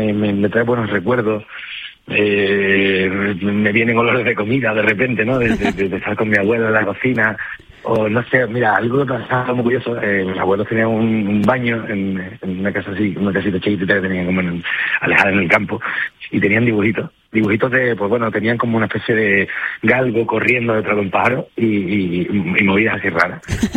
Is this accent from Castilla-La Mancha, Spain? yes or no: no; Seville, Andalusia, Spain; yo soy de Sevilla, sí. Y en nuestras casas, yo he crecido en la casa de mis abuelos